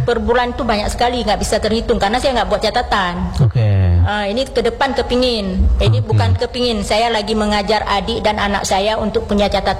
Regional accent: Aceh Besar, Aceh, Indonesia; Dan tidak mesti Aceh Besar. Kita dari Aceh Besar.

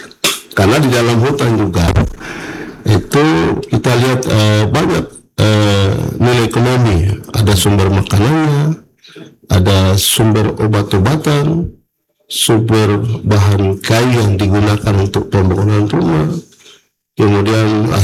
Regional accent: Papua, Indonesia; kita orang Papua

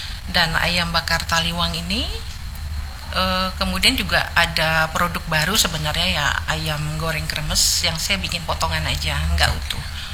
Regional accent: North Sumatra, Indonesia; Kalau kita orang Batak kan

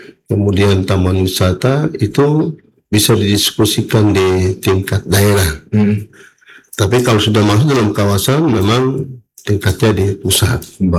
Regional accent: Papua, Indonesia; kita sebagai anak Papua sendiri

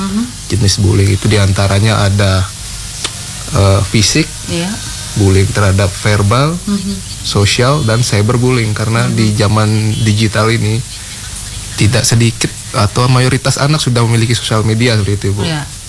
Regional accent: Bali, Indonesia; moved away as an adult; now in Ende, Indonesia; Saya asli Bali.

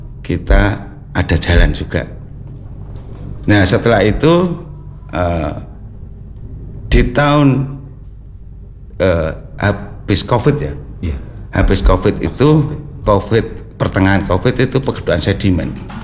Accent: Surakarta, Central Java, Indonesia; saya selaku warga Ngipang, Solo Utara yang paling ujung

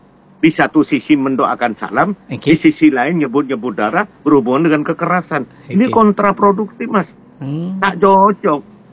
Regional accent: Madura, East Java, Indonesia; saya sebagai orang Madura

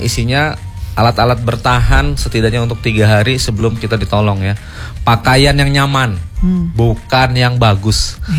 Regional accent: Bandar Lampung, Lampung, Indonesia; Walaupun saya orang Bandar Lampung

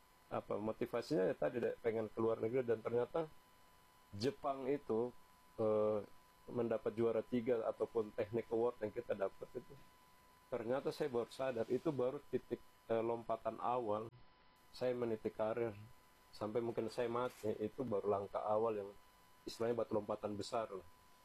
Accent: Jayapura, Papua, Indonesia; born there; Jadi 2008 kami bertiga itu rata-rata anak besar yang lahir besar di Jayapura, ada yang di Wamena juga.

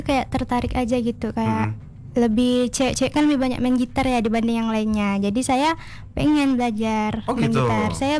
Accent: Pontianak, West Kalimantan, Indonesia; Saya asli orang Pontianak.

